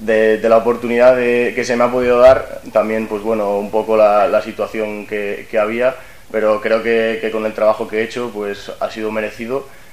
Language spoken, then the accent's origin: Spanish; Salamanca, Castile and León, Spain; born there; yo al final siempre he estado viviendo en Salamanca